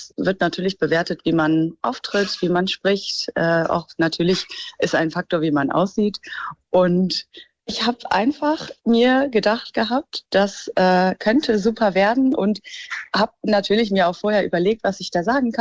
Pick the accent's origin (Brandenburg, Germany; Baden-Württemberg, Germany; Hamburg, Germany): Hamburg, Germany; now in Amelinghausen, Germany; Was mich unterscheidet, ist absolut, dass ich nicht hier geboren bin. Ich komme nicht von hier. Ich komme aus Hamburg, bin dort aufgewachsen